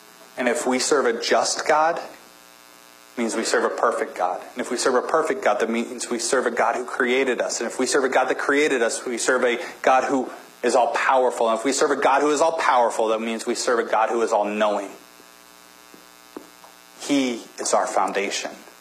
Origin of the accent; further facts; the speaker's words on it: Washington, United States; I grew up in the Northwest.